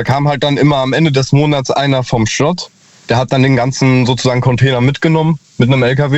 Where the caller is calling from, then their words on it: Hesse, Germany; Ich bin aus der Ecke zwischen Marburg und Kassel, also Nordhessen.